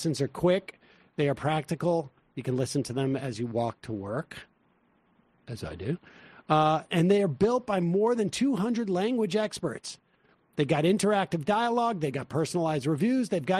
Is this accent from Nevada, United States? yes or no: no; Massachusetts, United States; accent: Massachusetts; my English isn't even so great because of my Massachusetts accent.